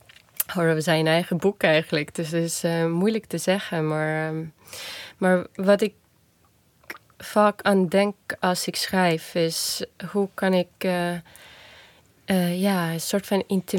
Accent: Estonia; Dutch is a second language; moved away as an adult; now in Netherlands

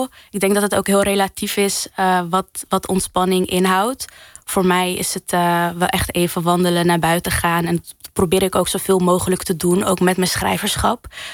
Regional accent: Morocco

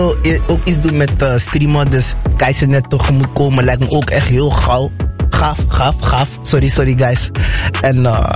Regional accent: Amsterdam, North Holland, Netherlands; ik kom van Amsterdam-West, weet je. Ja, Osdorp.

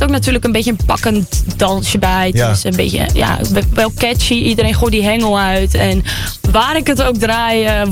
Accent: Schagen, North Holland, Netherlands; Ik was nog jong, ik kon nog niet echt naar de stad. Ik kom zelfs namelijk uit Schagen.

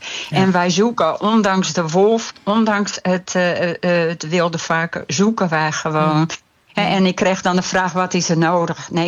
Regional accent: Friesland, Netherlands; ik ben zelf een Fries

